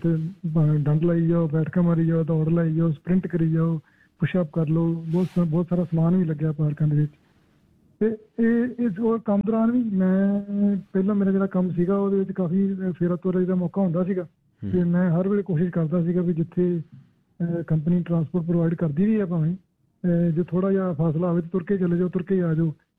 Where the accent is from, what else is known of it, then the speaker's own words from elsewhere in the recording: Amritsar, Punjab, India; moved away as an adult; ਅਸੀਂ ਸਾਰੀ ਪੰਜਾਬ ਤੋਂ ਅੰਮ੍ਰਿਤਸਰ, ਸ੍ਰੀ ਅੰਮ੍ਰਿਤਸਰ ਸਾਹਿਬ ਤੋਂ ਬਿਲੋਂਗ ਕਰਦੇ ਹਾਂ। ਪਿੱਛੋਂ ਸਾਡਾ ਪਿੰਡ ਵੈਸੇ ਹੈਗਾ ਵਾ ਸੂਰੋ ਪੱਡਾ, ਮਹਿਤੇ ਲਾਗੇ, ਪਰ ਸਾਡੀ ਪਰਵਰਿਸ਼ ਜਿਹੜੀ ਆ ਉਹ ਅੰਮ੍ਰਿਤਸਰ ਸ਼ਹਿਰ 'ਚ ਹੋਈ ਹੈ।